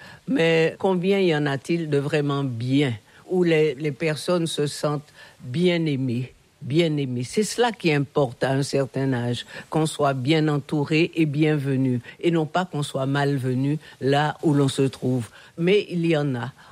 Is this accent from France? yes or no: yes; Saintes, Nouvelle-Aquitaine, France; born there; Je suis née à Saintes, tout à fait par hasard. En tous les cas, je me sens complètement issue de cette terre, issue de cette histoire.